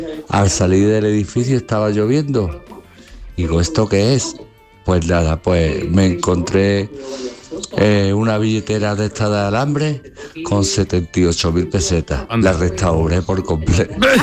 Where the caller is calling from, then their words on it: Yunquera, Andalusia, Spain; de Junquera, del Parque Nacional Sierra de las Nieves.